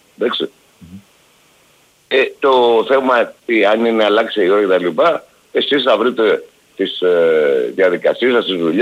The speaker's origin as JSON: {"language": "Greek", "town": "Aigio", "region": "Western Greece", "country": "Greece", "said": "Με θυμάσαι ποιος είμαι εγώ από το Αίγιο, έτσι?"}